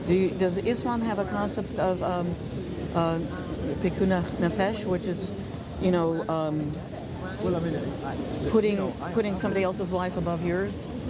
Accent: United States; as an American citizen and as an American

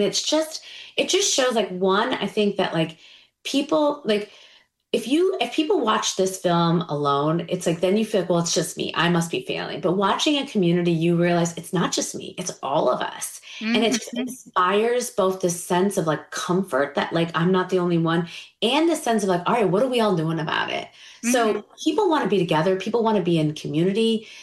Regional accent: New York, United States; I think, look, I'm a New Yorker.

